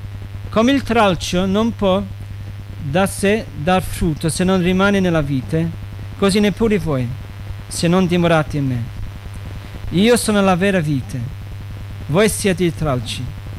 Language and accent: Italian; London, United Kingdom; moved away; Io sono cresciuto a Londra, una città. Mo vivo un po' in campagna